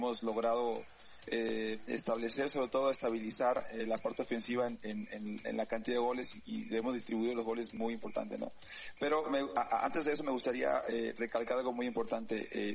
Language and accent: Spanish; Mexico; hoy creo que estamos orgullosos todos como mexicanos ver lo que ha hecho Guadalajara